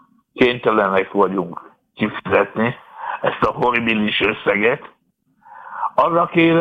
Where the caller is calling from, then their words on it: Tatabánya, Komárom-Esztergom, Hungary; Tatabányáról.